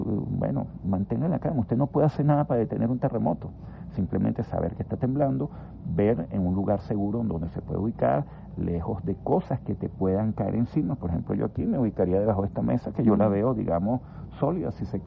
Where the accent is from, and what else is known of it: Venezuela